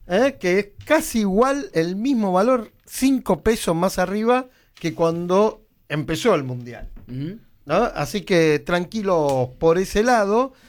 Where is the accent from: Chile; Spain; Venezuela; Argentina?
Argentina; Rosario, Santa Fe; somos rosarinos, no somos santafesinos.